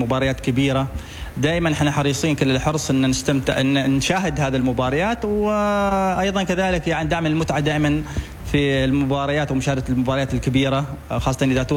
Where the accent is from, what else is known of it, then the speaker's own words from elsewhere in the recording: Oman; نفتخر كعمانيين